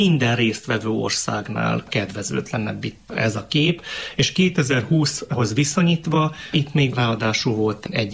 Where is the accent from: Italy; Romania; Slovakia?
Romania; Transylvania; Mi erdélyi magyarként tudjuk